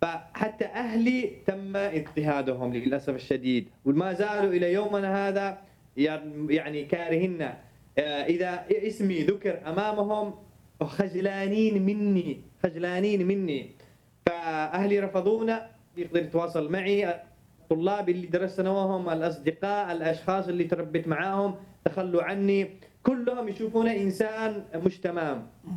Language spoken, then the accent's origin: Arabic; Yemen